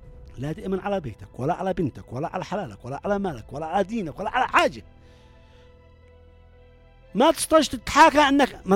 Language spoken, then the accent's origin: Arabic; Yemen